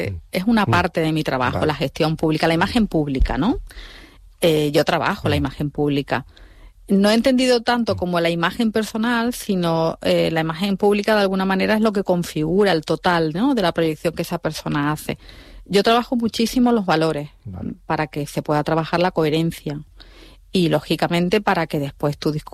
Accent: Andalusia, Spain; yo soy andaluza

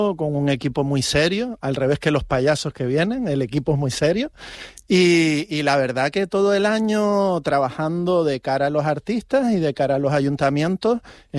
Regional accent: Canary Islands, Spain; quiero que esto no se lo pierda la gente ahí en Canarias. Entonces, vamos a ver si puedo traer esto a de donde yo soy.

